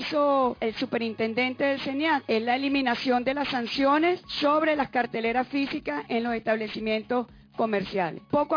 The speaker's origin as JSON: {"language": "Spanish", "country": "Venezuela", "said": "hay algo que me dicen que a mí me llena mucho de orgullo como venezolana"}